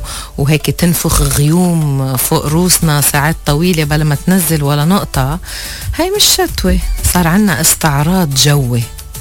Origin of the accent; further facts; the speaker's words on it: Lebanon; بس بقاموسنا نحن اللبنانية